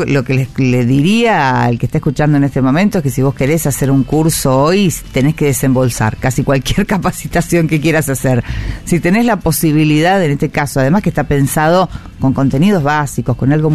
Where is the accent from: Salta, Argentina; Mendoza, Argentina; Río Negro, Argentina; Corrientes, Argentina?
Mendoza, Argentina; now in Rosario, Argentina; Yo siempre cuento algo como mendocina.